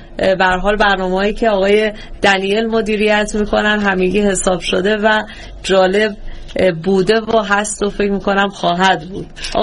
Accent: Iran; خصوصا من که در ایران بعد از انقلاب بزرگ شدم.

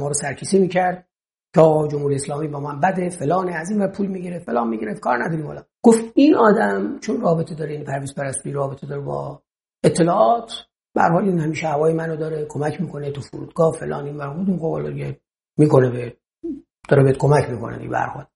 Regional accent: Gilan, Iran; خب بچه گیلانم

